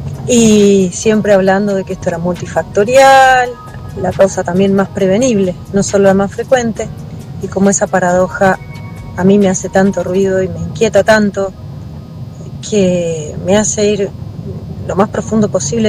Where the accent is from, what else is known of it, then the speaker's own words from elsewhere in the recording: Argentina; al menos como argentinos